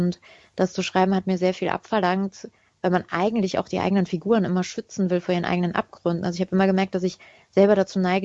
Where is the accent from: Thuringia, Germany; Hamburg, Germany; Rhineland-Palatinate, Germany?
Rhineland-Palatinate, Germany; Hermeskeil; Also wie gesagt, geboren und aufgewachsen in Hermeskeil und dann als Erwachsene in den 30ern plötzlich erst mit anderen Augen auf das zu gucken, was vergangen ist